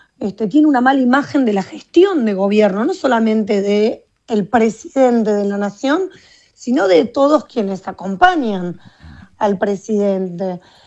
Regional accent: Argentina; como argentina, digo, los argentinos

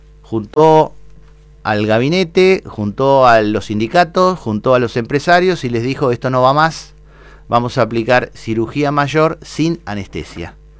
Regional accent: Argentina; nosotros somos una generación golpeada, podemos decir, como argentinos

